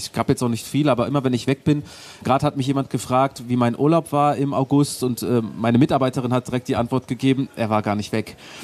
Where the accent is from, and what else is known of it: Aachen, North Rhine-Westphalia, Germany; born or raised there; moved away